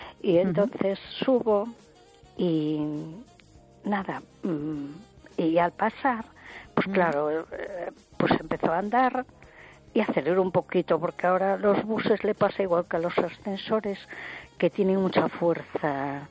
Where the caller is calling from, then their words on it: A Coruña, Galicia, Spain; Hola, soy … de Coruña.